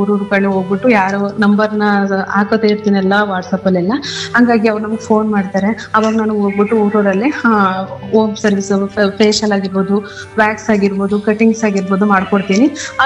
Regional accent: Maliyur, Karnataka, India; ನಮ್ದು ಮಳಿಯೂರು. ನಾವು ಮಳಿಯೂರಿಂದ ಬಾಡಿಗೆಗೆ ಕೋಟೆ ಹುಂಡಿಗೆ ಬಂದ್ವಿ.

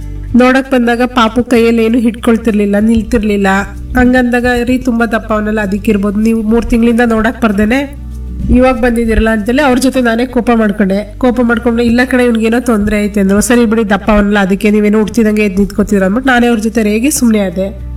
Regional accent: Karnataka, India; moved away as an adult; now in Kenchanahalli, H.D. Kote taluk, India; ನನ್ನ ಸ್ವಂತ ಅವರು ಪ್ರಿಯಾಪಟ್ಟಣ ತಾಲೂಕು ಬೂತ್ನಳ್ಳಿ ಅಂತೇಳಿ. ನಾನು ಮದುವೆ ಆಗಿರೋದು ಹೆಚ್ ಡಿ ಕೋಟೆ ತಾಲೂಕು ಕೇಡ್ದೊರೆಗೆ. ಮದುವೆ ಆಗಿದ್ದು 2010

